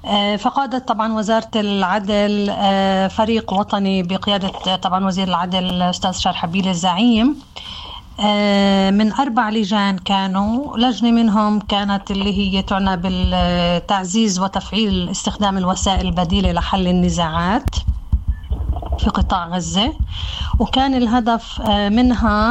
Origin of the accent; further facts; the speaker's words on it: Palestine; اللي إحنا كمجتمع فلسطيني يمكن مش متعودين عليها